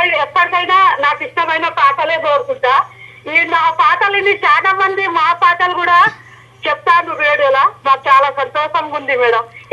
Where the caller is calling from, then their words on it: Kothagudem, Telangana, India; నేను కొత్తగూడెం గుర్రిగడ్డ నుంచి మాట్లాడుతున్నా మేడం.